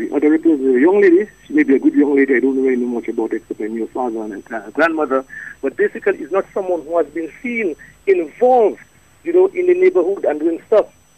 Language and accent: English; Roseau, Saint George, Dominica; I grew up in Solomon Lane, and he grew up in Princess Lane, the next lane after.